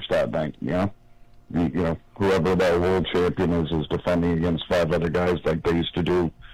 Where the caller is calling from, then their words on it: Toronto, Ontario, Canada; from Toronto.